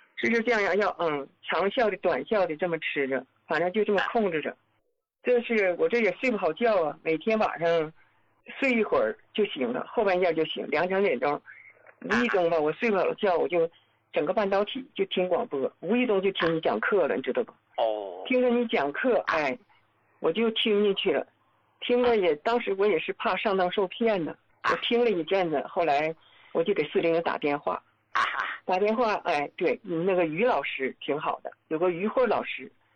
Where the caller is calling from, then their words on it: Jilin, China; 我是吉林的那个听众，我今年69岁